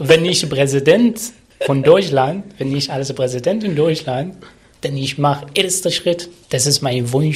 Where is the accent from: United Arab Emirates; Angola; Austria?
United Arab Emirates; Abu Dhabi; German is a second language; now in Germany